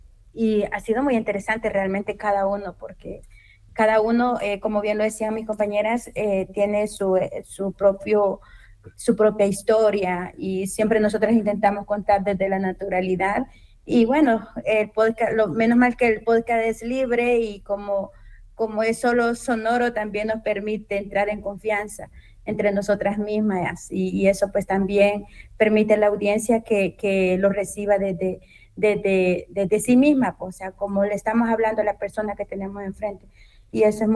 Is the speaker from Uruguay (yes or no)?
no; El Salvador; como bien lo decimos aquí los salvadoreños